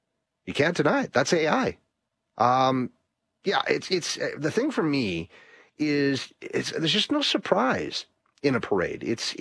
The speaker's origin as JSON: {"language": "English", "town": "Lloydminster", "region": "Alberta", "country": "Canada", "said": "I'm from Lloyd"}